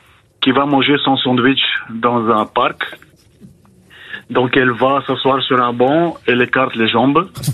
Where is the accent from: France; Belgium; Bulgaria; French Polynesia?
Bulgaria; first language Bulgarian; French is a second language; Voilà. Mais je ne suis pas sofiote, je suis de l'autre côté